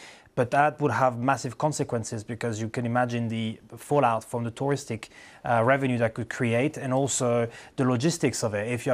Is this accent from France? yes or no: yes; France; This is right next to my hometown.